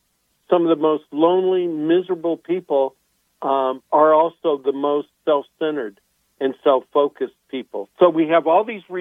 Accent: California, United States; I'm from Southern California.

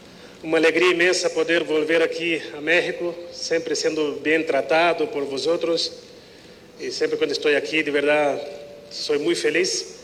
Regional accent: Brazil; Spanish is a second language; Y claro, yo soy brasileño. En Brasil el fútbol es el deporte número uno.

